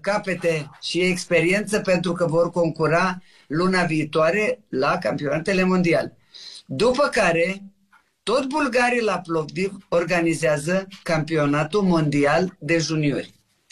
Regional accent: Romania; noi ca români

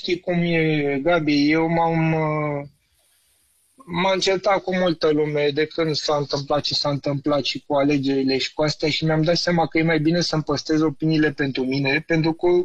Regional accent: Bucharest, Romania; eu m-am născut în Giulești, am stat acolo

